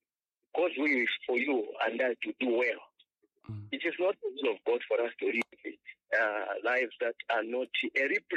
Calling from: Lusaka, Lusaka Province, Zambia; I'm calling from Lusaka.

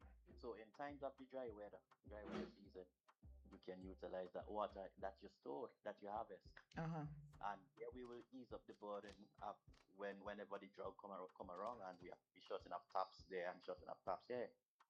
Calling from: Grenadines, St. Vincent & Grenadines; I'm calling from the Grenadines.

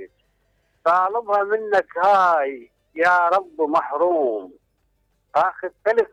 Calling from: Kut, Wasit, Iraq; الشاعر من الكوت.

